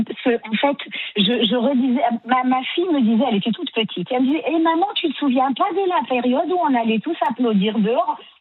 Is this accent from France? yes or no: no; Algeria; j'ai grandi en Algérie, le seul environnement qui était autour de moi, c'était un environnement musulman.